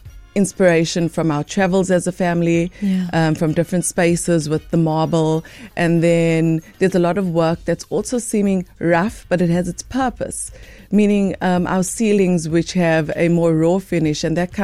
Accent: South Africa; As a family, we've always noted that we are not just South African, we're proudly African

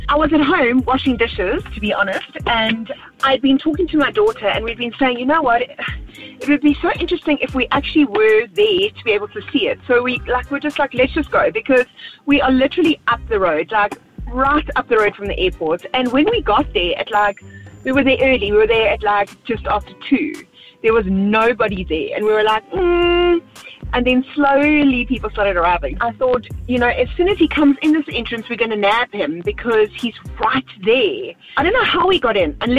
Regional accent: Durban, KwaZulu-Natal, South Africa; from Durban

